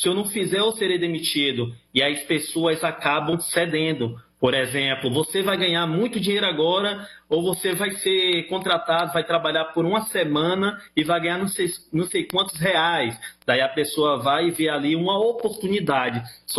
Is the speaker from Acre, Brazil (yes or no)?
no; Salvador, Bahia, Brazil; Não, eu sou de Salvador, Salvador, Bahia.